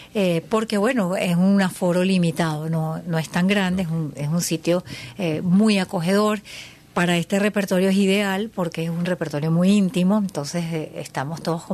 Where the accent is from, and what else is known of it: Venezuela